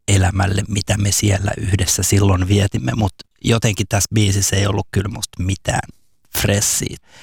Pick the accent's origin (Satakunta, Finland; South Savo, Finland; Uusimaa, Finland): Uusimaa, Finland; Espoo; My Hometown on siis Espoo, koska mä oon syntyperäinen espoolainen ja mä oon asunut Kivenlahdessa ja Kaukolahdessa ja mulla on tosi silleen lämmin suhde Espooseen